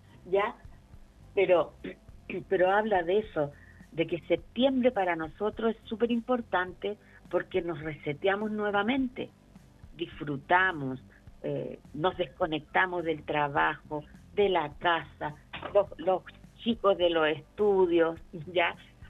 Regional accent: Chile; para nosotros como chilenos

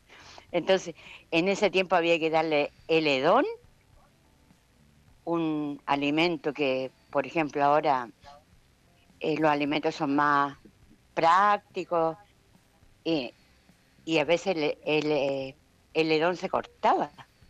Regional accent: Chile; yo me crié en Olivo, en donde está el hospital psiquiátrico.

